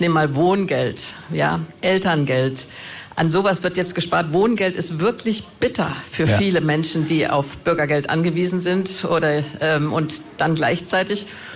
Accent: Germany; ich bin Deutsche.

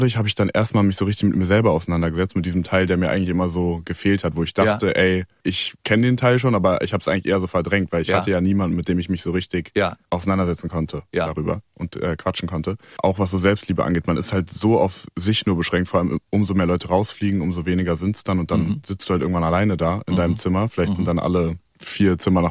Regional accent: Melsungen, Hesse, Germany; In Kassel, also Nähe Kassel, Melsung heißt das.

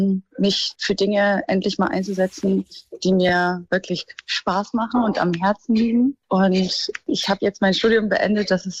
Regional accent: Hamburg, Germany; moved away as an adult; now in Amelinghausen, Germany; Was mich unterscheidet, ist absolut, dass ich nicht hier geboren bin. Ich komme nicht von hier. Ich komme aus Hamburg, bin dort aufgewachsen

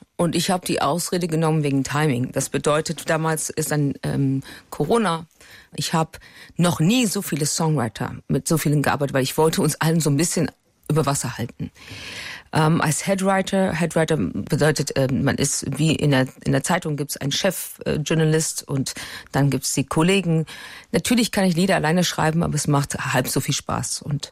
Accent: Berlin, Germany; born there; Ich bin in Berlin geboren.

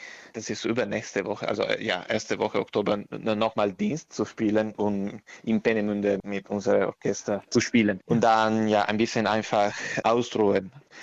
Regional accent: Parma, Emilia-Romagna, Italy; German is a second language; ich komme aus Parma

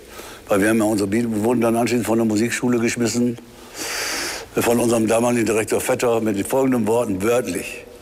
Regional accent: Münster, North Rhine-Westphalia, Germany; Du wohnst in Gronau, wir kommen aus Münster

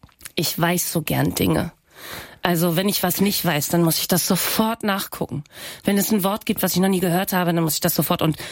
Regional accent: Oldenburg, Lower Saxony, Germany; Das war mal ganz spannend, weil ich bin in Oldenburg zur Schule gegangen. Und auch in Oldenburg spricht man ein anderes Platt als in Ostfriesland. Eigentlich spricht man überall ein anderes Platt. Und dann musste ich immer vorher sagen, Moin … ich prout auch Platt.

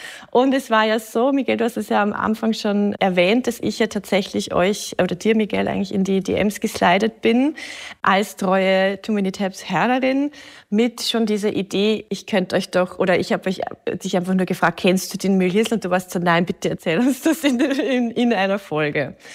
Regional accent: Straubing, Bavaria, Germany

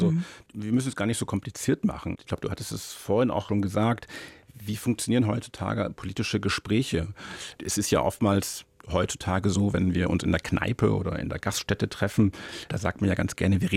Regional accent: Northern Germany, Germany; now in Munich, Germany; wenn man natürlich jetzt hier in München, so gerne ich auch München mag, aber ich vermisse letztendlich auch meine Heimat und Norddeutschland.

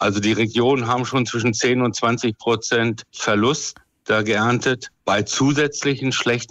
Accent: Lower Saxony, Germany; Ich komme ja aus der Hildesheimer Börde

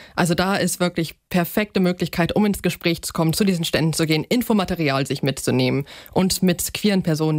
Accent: Lüchow-Dannenberg, Lower Saxony, Germany; Ich habe bei mir in meiner Heimat in Lichow-Dannenberg schon seit 4 Jahren queere Gottesdienste gemacht

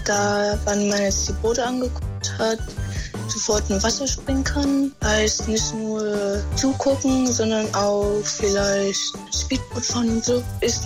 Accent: Rostock, Mecklenburg-Vorpommern, Germany; ich komme aus Rostock, bin 11 Jahre alt.

